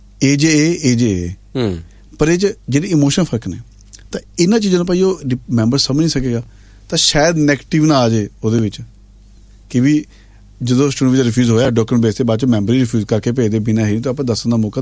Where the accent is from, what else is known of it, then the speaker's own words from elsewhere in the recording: Patiala, Punjab, India; moved away; ਮੈਂ ਖੁਦ ਪਟਿਆਲੇ ਤੋਂ ਹਾਂ ਮੈਂ ਪੰਜਾਬੀ ਐਮ ਐਫ ਹਾਂ